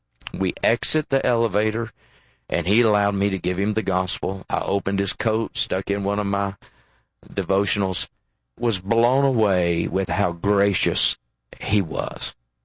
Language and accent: English; Tennessee, United States; there was a Democrat congressional member from Tennessee, my home state, the only Democrat congressional member we had at the time.